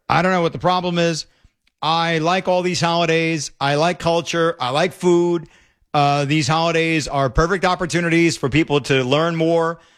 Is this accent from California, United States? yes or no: no; New York, United States